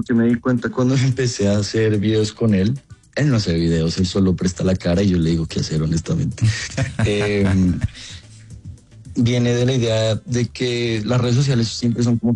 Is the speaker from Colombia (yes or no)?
yes; Colombia; de uno diciendo hola, soy de Colombia, esto es lo que traigo, esto es de este es el lugar de donde vengo, así somos